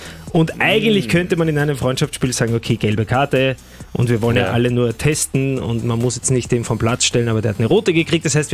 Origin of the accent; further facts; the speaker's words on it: Austria; die suchen wir erstens mal gern als Österreicher